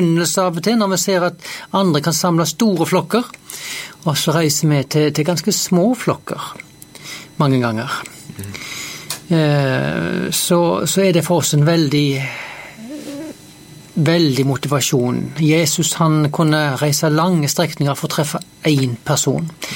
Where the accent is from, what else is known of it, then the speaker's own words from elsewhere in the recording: Haugesund, Rogaland, Norway; now in Jæren, Norway; så jeg fra Haugesund. Så der jeg vokste opp og gifta meg her med min jærbu